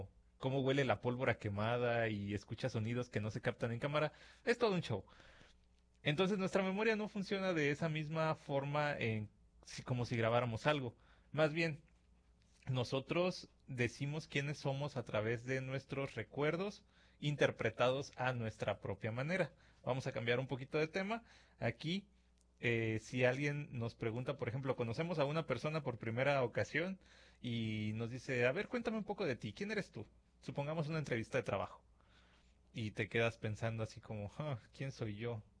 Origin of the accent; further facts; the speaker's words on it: Lázaro Cárdenas, Michoacán, Mexico; born there; pues es que nací en Lázaro Cárdenas, pero no crecí ahí, no tengo el acento de ahí por eso.